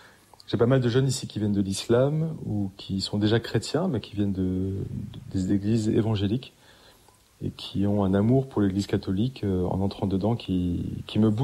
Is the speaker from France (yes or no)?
yes; Paris, Île-de-France, France; j'ai grandi à Paris